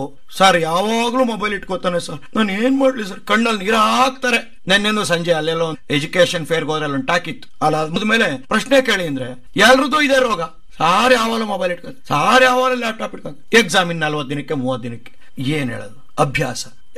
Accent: Karnataka, India

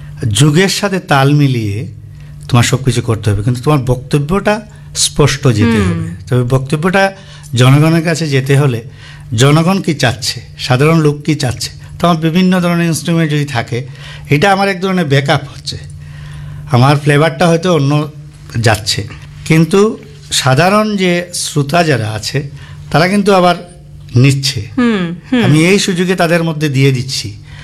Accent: Sylhet, Sylhet Division, Bangladesh; আমি সিলেটের লোক

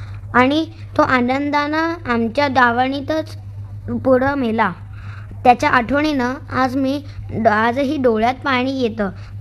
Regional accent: Dighanchi, Maharashtra, India; मला माझं गाव आठवलं। सांगली जिल्ह्यात आटपाडी तालुक्यातलं दिघंची हे माझं गाव।

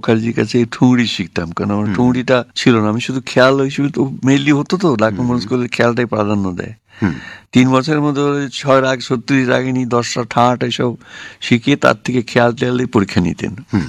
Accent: Dibrugarh, Assam, India; আমি তো আসামের লোক, আসামের জন্ম আমার, আসামের ডিব্রুগড় শহরে বেঙ্গলি হাই স্কুলে পড়তাম।

